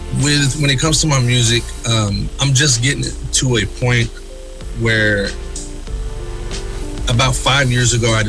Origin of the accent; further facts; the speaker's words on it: Oklahoma, United States; also born or lived in Dallas; I'm a native black and white from Oklahoma. I was born in Dallas, but we don't talk about that.